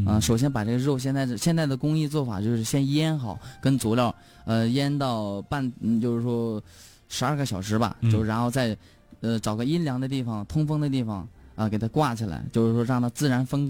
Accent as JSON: {"language": "Chinese", "region": "Inner Mongolia", "country": "China", "said": "而且咱们这个对于咱们蒙古人就是说打仗的时候，就是说身体啊或者这个体能上能补充的非常好"}